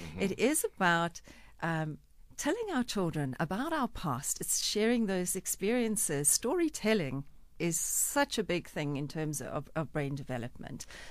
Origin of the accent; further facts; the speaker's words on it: Johannesburg, Gauteng, South Africa; I grew up in Yeovil. My gran lived there. So I have walked those streets. Joburg is vibrant. It's buzzy. It's arty. It's creative. It's amazing.